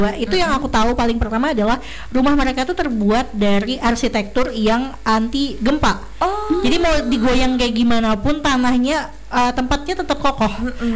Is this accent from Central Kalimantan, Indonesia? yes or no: yes; Sampit, Central Kalimantan, Indonesia; Aku kan besarnya di Kota Sampit ya, di Kota Waringin Timur.